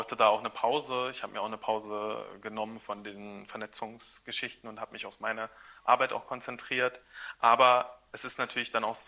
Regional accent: Saxony-Anhalt, Germany; Aber ich komme aus Sachsen-Anhalt

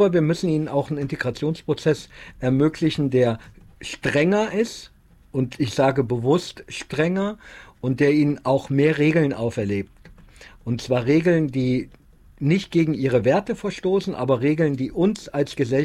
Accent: Germany

